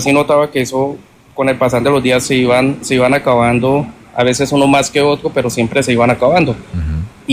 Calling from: Villavicencio, Meta, Colombia; estoy en Villavicencio

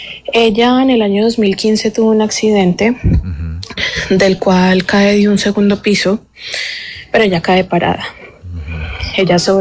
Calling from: Cali, Valle del Cauca, Colombia; Desde Cali.

